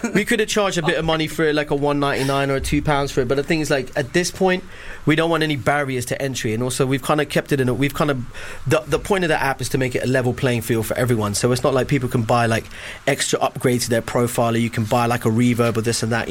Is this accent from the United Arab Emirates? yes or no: yes; Dubai, United Arab Emirates; moved away; I grew up in Dubai